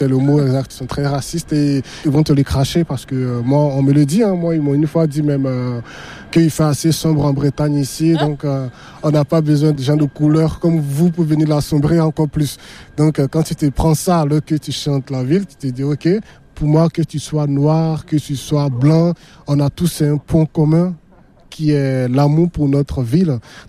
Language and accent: French; Grand-Bassam, Comoé, Côte d’Ivoire; moved away as an adult; now in Brest, France; Donc, je suis originaire des Grands Bassam. Donc, je suis arrivé de la Côte d'Ivoire en France en 2017. Donc, j'ai vécu, fait mes études à Brest et là, aujourd'hui, je travaille.